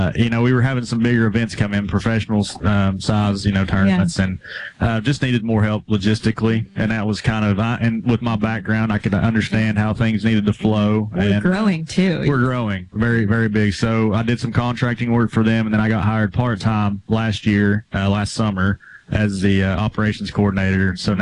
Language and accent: English; Big Stone Gap, Virginia, United States; also born or lived in Norton; Yeah, so I was born in Virginia, southwestern Virginia, a place called Big Stone Gap. I was born in Norton, Virginia, but lived in Big Stone Gap in Appalachia. Whole family was in the coal industry